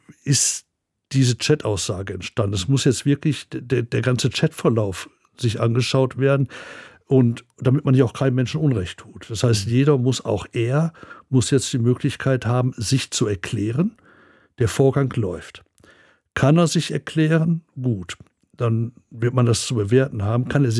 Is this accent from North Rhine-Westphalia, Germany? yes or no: yes; Oberhausen, North Rhine-Westphalia, Germany; In meiner Heimat, ja.